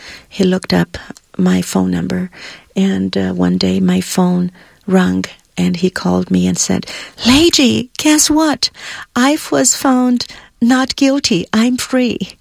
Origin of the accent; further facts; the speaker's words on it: Brazil; moved away; I came from Brazil. I had lived in other countries before, but in Brazil, we never did that.